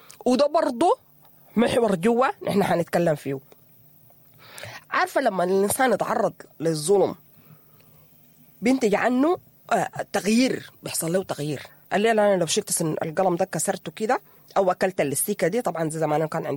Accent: Sudan; نحن ظلمنا كسودانيين في الحرب

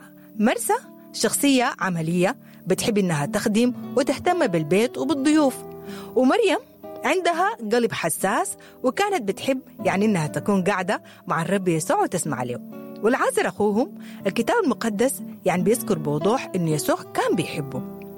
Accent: Sudan; احنا كسودانيين بنحب اللمة

